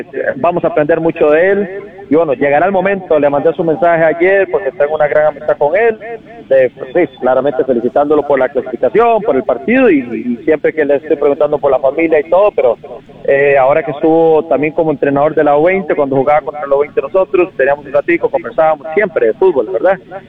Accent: Costa Rica; obviamente somos ticos

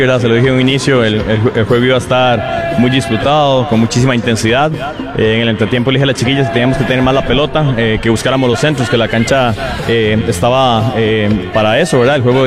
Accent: Alajuela, Costa Rica; yo soy de Alajuela también

